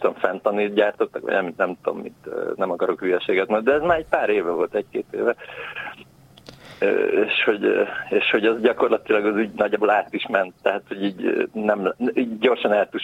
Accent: Budapest, Hungary; az ötödik kerületben születtem, itt nőttem föl

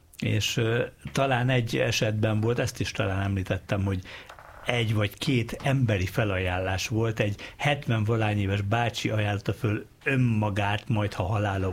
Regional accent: Dunaújváros, Fejér, Hungary; az én kis szülőfalum is, ugye Interszizadun újváros

